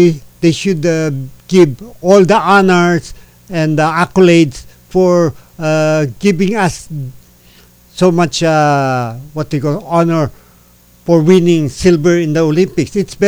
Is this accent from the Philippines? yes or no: yes; Philippines; I am really sad because I'm a Filipino. We should have won a lot of gold at this point in time.